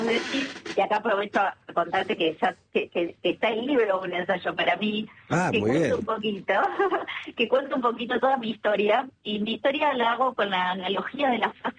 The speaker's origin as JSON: {"language": "Spanish", "town": "Mar del Plata", "region": "Buenos Aires Province", "country": "Argentina", "said": "Yo soy de Mar del Plata"}